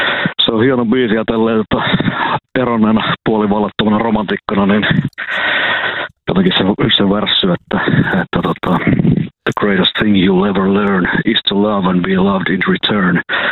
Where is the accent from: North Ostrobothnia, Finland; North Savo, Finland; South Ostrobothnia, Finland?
North Savo, Finland; Kuopio; Mä oon Kuopiosta, molemmat vanhemmat on Rautalammilta.